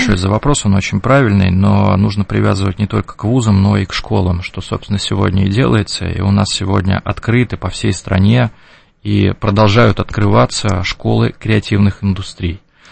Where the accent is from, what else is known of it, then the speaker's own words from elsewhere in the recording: Kovrov, Vladimir Oblast, Russia; Я родился и вырос в Коврове, мои дети там родились там же.